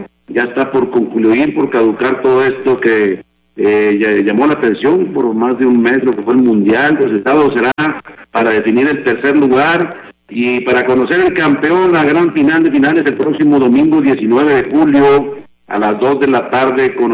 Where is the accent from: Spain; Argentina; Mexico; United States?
Mexico; a nosotros los mexicanos